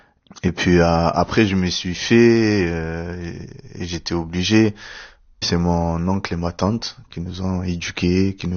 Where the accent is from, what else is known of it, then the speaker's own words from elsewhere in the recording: Marseille, Provence-Alpes-Côte d'Azur, France; born there; also born or lived in Comoros; J'ai 30 ans, j'ai grandi dans les quartiers nord à Marseille, à la cité La Busserine.